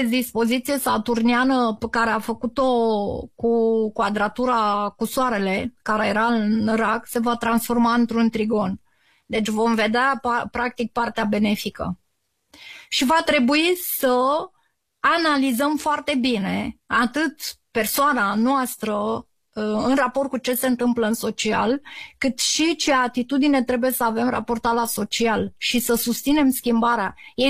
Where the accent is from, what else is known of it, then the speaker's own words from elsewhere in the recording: Romania; Că suntem aici și asta ne definește ca ființe. Suntem români, în ultimă instanță.